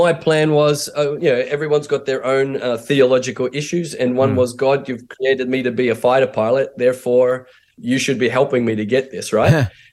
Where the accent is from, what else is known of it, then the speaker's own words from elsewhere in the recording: Hervey Bay, Queensland, Australia; also born or lived in Townsville; And so I was born in Townsville when he was in the army. And then after he got out of the army, we moved to the rural part around Hervey Bay, and that's where I grew up and had all my schooling.